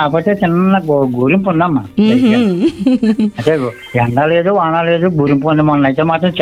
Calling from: Durgada, Andhra Pradesh, India; మాది కాకినాడ జిల్లా దుర్గాడ అన్నవరం దగ్గర.

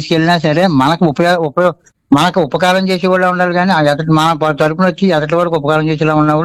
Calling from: Durgada, Andhra Pradesh, India; మాది కాకినాడ జిల్లా దుర్గాడ అన్నవరం దగ్గర సారు.

